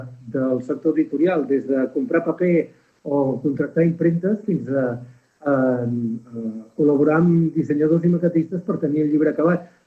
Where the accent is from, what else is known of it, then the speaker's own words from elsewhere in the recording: Camprodon, Catalonia, Spain; vam decidir tornar a viure al meu poble i vivim a Camprodon.